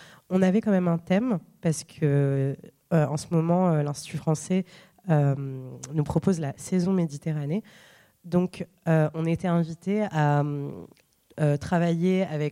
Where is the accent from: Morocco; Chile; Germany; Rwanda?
Morocco; Casablanca, Casablanca-Settat; moved away as an adult; now in Paris, France; Moi, j'ai grandi au Maroc, à Casablanca, jusqu'à mes 17 ans, jusqu'au bac, en fait. Et je me suis installée en France après le bac et je suis jamais retournée au Maroc. Je suis restée en France.